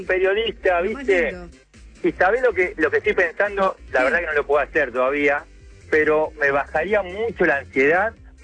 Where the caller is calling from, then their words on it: Loma del Mirador, Buenos Aires Province, Argentina